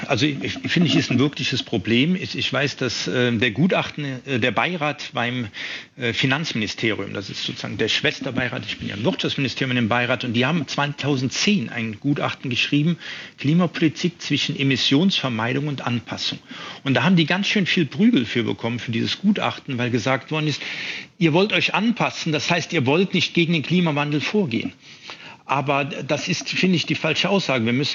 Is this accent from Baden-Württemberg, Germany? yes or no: yes; Mannheim, Baden-Württemberg, Germany; Also ich komme aus Mannheim, mein Name ist eine der heißesten Städte, weil wir hier in der Oberrheinebene liegen.